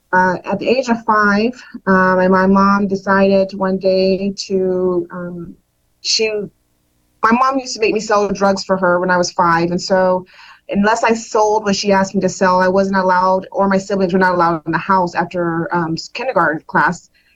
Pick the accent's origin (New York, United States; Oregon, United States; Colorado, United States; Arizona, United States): Colorado, United States; So I grew up in Colorado.